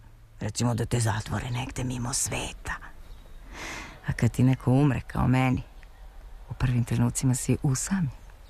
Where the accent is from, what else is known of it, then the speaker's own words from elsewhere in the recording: Brankovina, Kolubara District, Serbia; also born or lived in Rabrovica; rođena sam u tvojoj i mojoj Rabrovici. Ali sam kao mala odneta u Brankovinu.